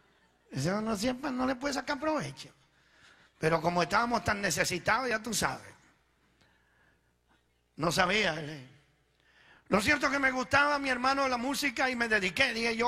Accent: Venezuela; moved away as an adult; also born or lived in Italy; now in Sacramento, United States; Yo nací en Italia, yo soy italiano. Llegué como a la edad de 7 años allá en Venezuela. Ahí nos criamos. Estuve viviendo allá en Venezuela como casi 37, 38 años, no sé cuánto.

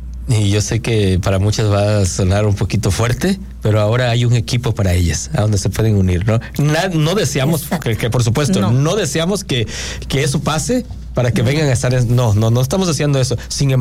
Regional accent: Mexico

